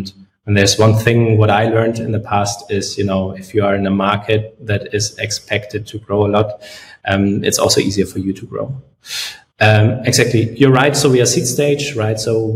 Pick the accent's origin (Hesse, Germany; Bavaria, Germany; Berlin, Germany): Bavaria, Germany; Munich; we're from Munich, or at least I am actually